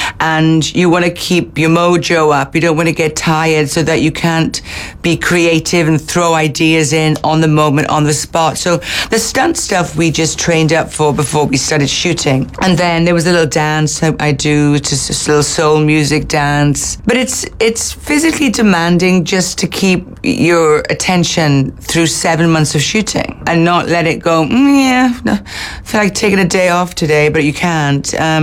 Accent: Wales, United Kingdom; moved away; I come from Wales, so I do windy roads.

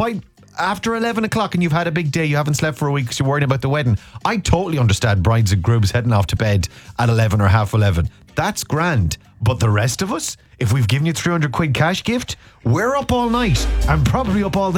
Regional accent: Ireland; We're Irish though, I suppose, and we're accustomed to going all night.

